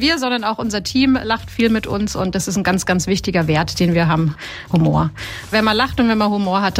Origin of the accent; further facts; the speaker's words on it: Bavaria, Germany; moved away as an adult; now in Bayreuth, Germany; bin Zahnärztin und bin vor ein paar Jahren der Liebe wegen nach Bayreuth gekommen, aus Mittelfranken. Ich bin quasi Migrantin, bin aber ganz froh, dass ich hier die Sprache auch gut verstehe und mittlerweile auch spreche.